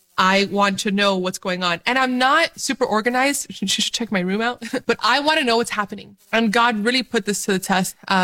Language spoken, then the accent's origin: English; Dominican Republic